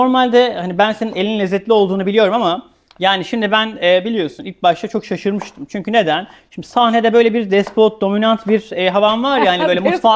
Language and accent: Turkish; Denizli, Turkey; Ama özellikle biz Ege'liyiz biliyorsun. Sen İzmirlisin, ben Denizli'yim.